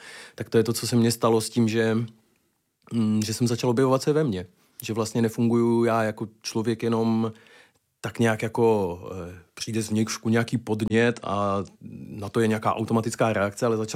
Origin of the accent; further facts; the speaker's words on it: Zlín Region, Czechia; A já jsem kluk z Valašska